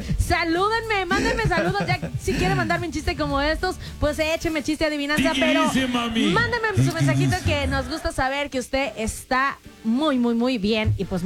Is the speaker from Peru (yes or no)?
no; Mexico